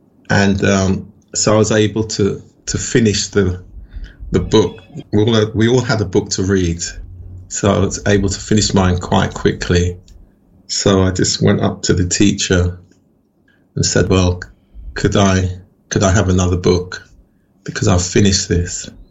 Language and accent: English; England, United Kingdom; we were born in England and it's our parents who were born abroad.